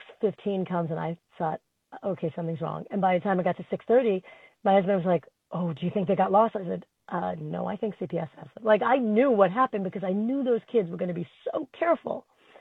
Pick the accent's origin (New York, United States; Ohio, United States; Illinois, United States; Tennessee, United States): New York, United States; Flushing; So, like, when I was six, I walked home. I grew up in Flushing.